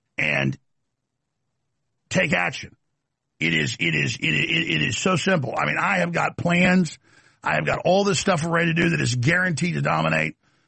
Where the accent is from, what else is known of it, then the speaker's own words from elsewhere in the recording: United States; I'm an American.